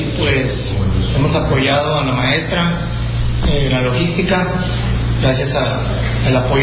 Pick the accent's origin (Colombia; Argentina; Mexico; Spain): Mexico; Puerto Peñasco, Sonora; Nos acompañe, pues, hola, soy de Puerto Peñasco, en el Centro de Convenciones.